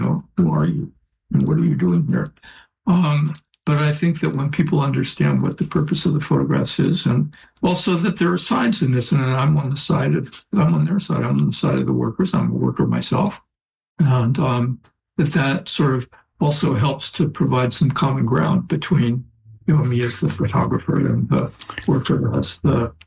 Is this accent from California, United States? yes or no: yes; Oakland, California, United States; born or raised there